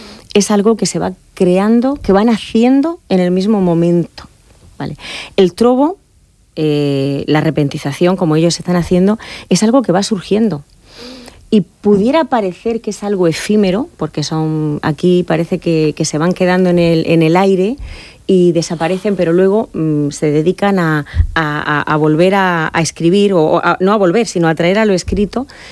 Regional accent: Region of Murcia, Spain; tenemos que saber qué es lo que nos fundamenta a nosotros, en este caso a nosotros como murcianos, como españoles

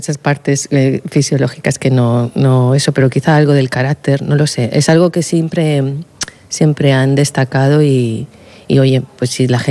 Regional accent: Madrid, Community of Madrid, Spain; moved away as an adult; also born or lived in United Kingdom; yo soy madrileña, pero vivo 15 años en el Reino Unido, y a mi vuelta a España estoy a punto de cumplir los 40 años

